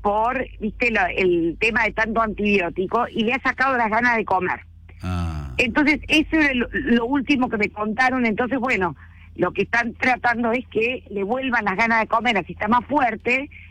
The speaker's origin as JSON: {"language": "Spanish", "town": "Dolores", "region": "Buenos Aires Province", "country": "Argentina", "tie": "born or raised there", "said": "si sale la corte igual que la semana pasada, por ejemplo, en mi pueblo Dolores, entonces se podría vender todo el pueblo a los extranjeros"}